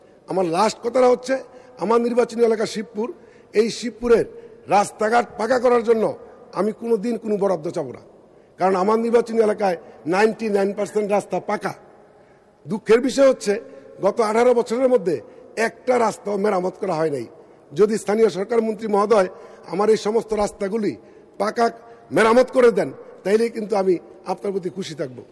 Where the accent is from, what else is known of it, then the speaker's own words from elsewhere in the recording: Narsingdi, Dhaka Division, Bangladesh; আমার বাড়ি নরসিংদী, 1.5 ঘন্টা লাগে ঢাকা আসতে মন্ত্রণালয়ে।